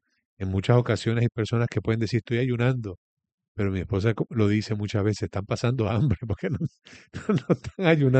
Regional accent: Puerto La Cruz, Anzoátegui, Venezuela; born there; Nací biológicamente en Puerto La Cruz y nací de nuevo en Valle de la Pascua.

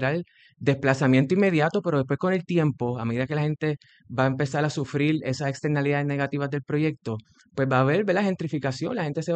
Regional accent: Cabo Rojo, Puerto Rico; yo soy de Cabo Rojo y yo, esa es mi área

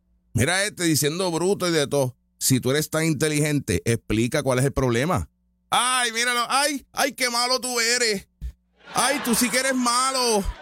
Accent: Puerto Rico; Y hoy en día nacimos, claro, ya somos puertorriqueños porque nacimos aquí.

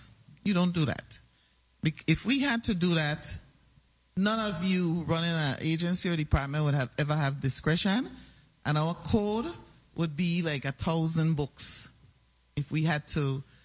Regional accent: St. Croix, U.S. Virgin Islands; born there

